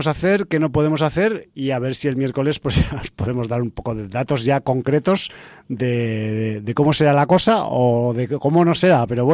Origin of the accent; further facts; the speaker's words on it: Aragon, Spain; yo no soy hijo de la Gran Bretaña, ni lo seré nunca porque soy hijo de Aragón